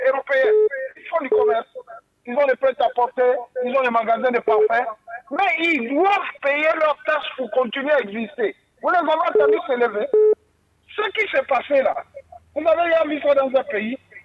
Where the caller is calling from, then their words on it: Gabon; nous, on ne veut pas nous dire en tant que Gabonais